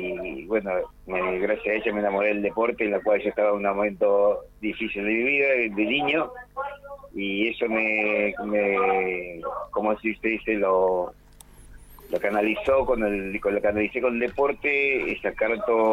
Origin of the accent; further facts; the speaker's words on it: Río Gallegos, Santa Cruz, Argentina; born there; also born or lived in Gobernador Gregores; yo soy nacido en Río Gallegos, y yo me inicié en Gobernador Gregores. Uh-huh. Con mi madre vivía allá, vivimos allá en Gregorio en el año 84